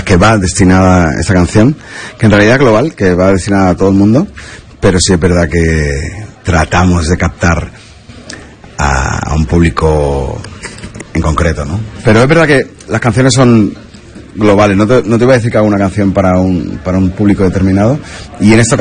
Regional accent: Barcelona, Catalonia, Spain; born there; Barcelona, que es mi casa, donde yo nací, uh-huh. yo le decía, es que yo me siento bien en todos lados de España, me siento en casa.

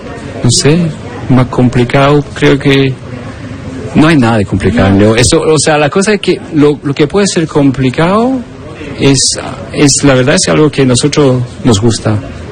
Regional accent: France; also born or lived in Chile; yo nací en Chile, crecí en Francia

